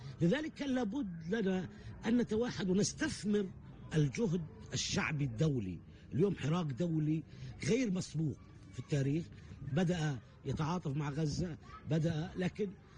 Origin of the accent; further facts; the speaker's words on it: Palestine; إحنا سنبقى نعاني كفلسطينيين